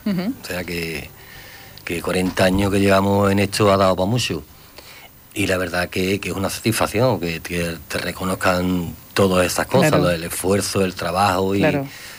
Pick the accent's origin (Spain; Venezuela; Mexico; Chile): Spain; Morón de la Frontera, Andalusia; ¿de dónde soy? De Morón de la Frontera. No de Sevilla. ¿Pero esto por dónde está? Sevilla, sí, pero que nosotros somos de Morón.